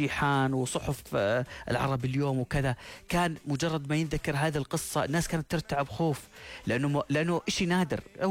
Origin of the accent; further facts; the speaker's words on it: Jordan; وقديش إحنا كشعب أردني تأثرنا بهذا الانحدار